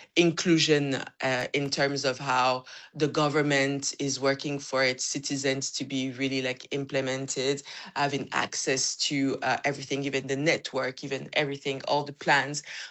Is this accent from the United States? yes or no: no; Gabon; I originated from there, but I didn't really live there. I grew up in Gabon.